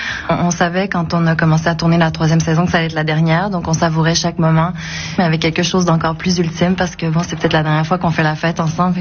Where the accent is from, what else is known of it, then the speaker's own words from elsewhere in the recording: Quebec, Canada; comme je suis québécoise